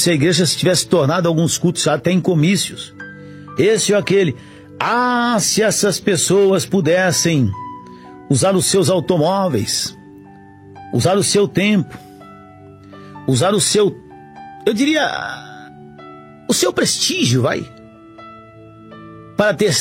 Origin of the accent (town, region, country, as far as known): Brazil